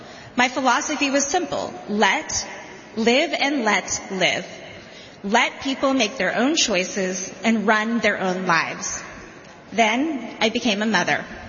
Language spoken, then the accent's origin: English; Dallas, Texas, United States; And I didn't have to travel far to get here, as I grew up right here in Dallas.